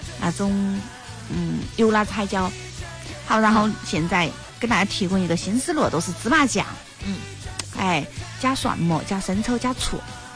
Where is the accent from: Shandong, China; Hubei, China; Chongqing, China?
Chongqing, China; 我们重庆人